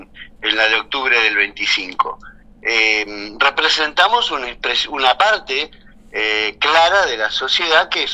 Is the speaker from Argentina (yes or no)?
yes; Argentina; estamos sufriendo hoy los argentinos